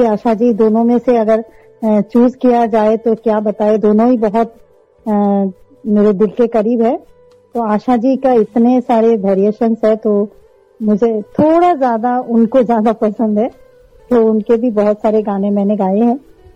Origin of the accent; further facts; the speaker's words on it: Kolkata, West Bengal, India; मैं कोलकाता से हूँ